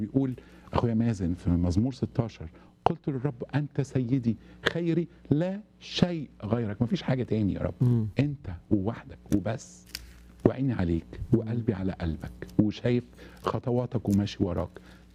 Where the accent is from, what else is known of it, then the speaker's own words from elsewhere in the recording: Egypt; يعني كلام وخلاص مش عارف عندنا في مصر يعني كلامه خلاص